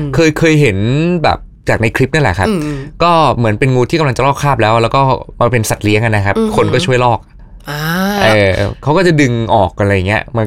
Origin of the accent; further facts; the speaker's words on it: Sukhothai, Thailand; moved away; ตอนเด็กๆตอนอยู่ที่บ้านที่สุโขทัย